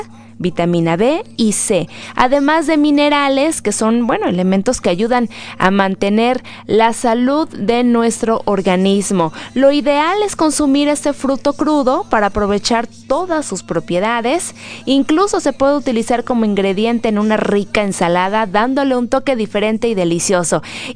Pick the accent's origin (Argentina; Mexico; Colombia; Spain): Mexico